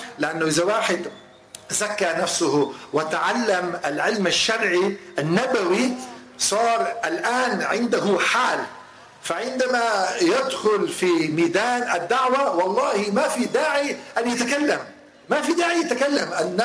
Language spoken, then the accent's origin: Arabic; Lebanon; moved away; لأنه نحن أصلنا من لبنان